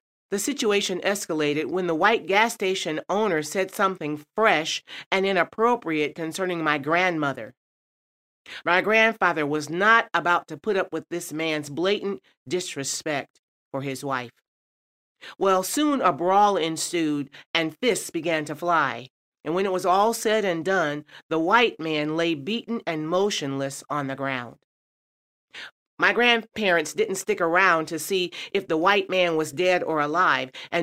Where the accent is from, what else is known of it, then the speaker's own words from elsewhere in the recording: Michigan, United States; my hometown in the state of Michigan